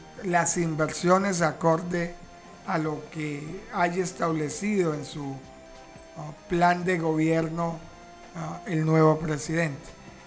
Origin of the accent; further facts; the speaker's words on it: Santander de Quilichao, Cauca, Colombia; moved away as an adult; now in Mercaderes, Colombia; Santander de Quilichao es mi tierra origen, pero Mercaderes es como Santander, porque acá desde luego es mi familia